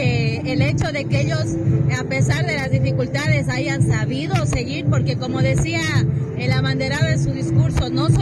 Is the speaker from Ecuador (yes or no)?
yes; Ecuador; somos ecuatorianos